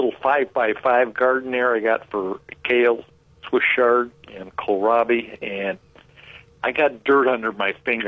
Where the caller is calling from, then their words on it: Medina, Ohio, United States; from Medina.